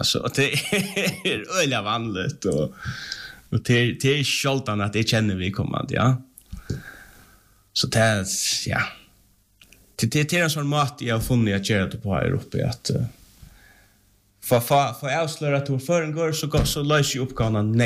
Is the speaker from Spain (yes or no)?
no; Faroe Islands; att det kan gå upp för dem att jag är föringar, jag är inte danskar.